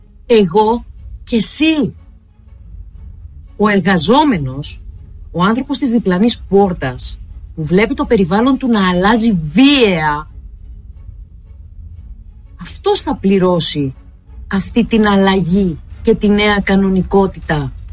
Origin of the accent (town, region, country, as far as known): Greece